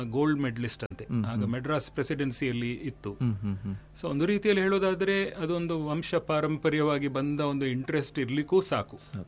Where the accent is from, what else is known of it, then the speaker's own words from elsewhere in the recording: Bengaluru, Karnataka, India; moved away as an adult; now in Mangaluru, India; ನಾನು ಹುಟ್ಟಿದ್ದು ಮಂಗಳೂರಲ್ಲಿ. 3 ತಿಂಗಳು ಮಗು ಇರುವಾಗ ನನ್ನನ್ನು ಬೆಂಗಳೂರಿಗೆ ಕರ್ಕೊಂಡು ಹೋದ್ರು ನನ್ನ ತಂದೆ ತಾಯಿ. ಅವರಿಬ್ಬರು ಅಲ್ಲಿ ಕೆಲಸ ಮಾಡ್ತಿದ್ರು. ಅದರಿಂದ ನನ್ನ ಇಡೀ ವಿದ್ಯಾಭ್ಯಾಸ ಬೆಂಗಳೂರಿನಲ್ಲಿ ಆಯ್ತು.